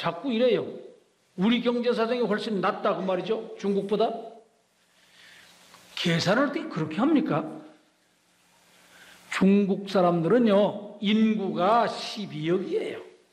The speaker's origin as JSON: {"language": "Korean", "country": "South Korea"}